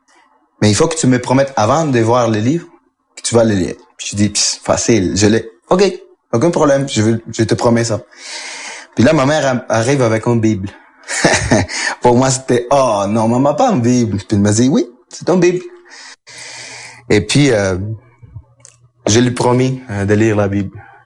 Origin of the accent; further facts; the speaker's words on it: Venezuela; Je suis né au Venezuela. Je suis le dernier des 13 enfants. Et j'ai grandi pendant mon enfance, puis mon adolescence, c'était très joyeux